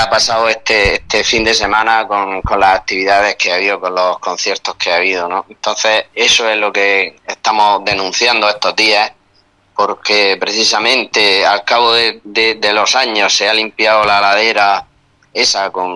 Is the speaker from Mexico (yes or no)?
no; Spain; los que somos del barrio del Alto Aledo